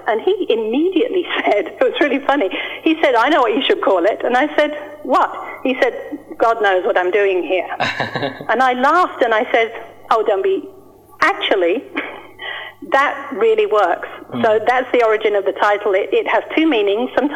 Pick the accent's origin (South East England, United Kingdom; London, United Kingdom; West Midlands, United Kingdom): West Midlands, United Kingdom; Bentley Heath; I was born in the West Midlands. I was actually born in a little village called Bentley Heath, which is not too far from Solihull and outside of Birmingham.